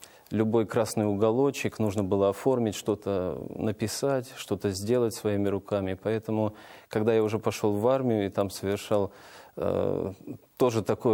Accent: Oryol, Oryol Oblast, Russia; born there; И так получилось, что все-таки Орел стал их пристанищем. Там я и родился.

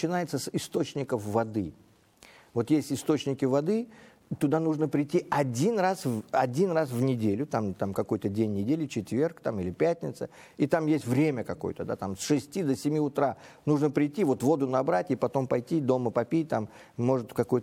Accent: Uzbekistan; born or raised there; Russian is a second language

